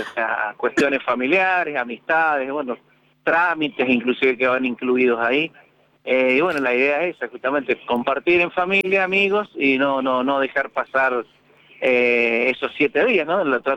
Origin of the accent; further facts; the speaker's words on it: Mendoza, Argentina; Mira, soy de Mendoza, pero estoy trabajando acá en Neuquén.